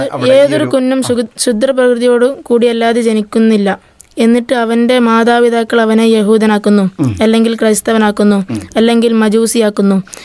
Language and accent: Malayalam; Kannur, Kerala, India; വീട് കണ്ണൂർ.